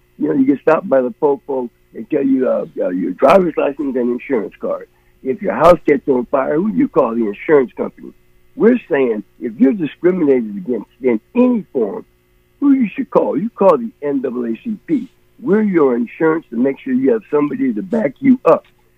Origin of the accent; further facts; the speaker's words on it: Seattle, Washington, United States; I was born and raised in Seattle. I'm a projects kid coming out of High Point.